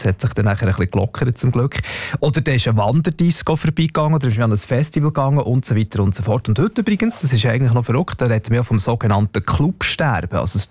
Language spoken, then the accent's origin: German; Bern, Switzerland; ich bin auf dem Land aufgewachsen, im Görbetal, oder? Da ist jetzt genau gar nichts los gewesen.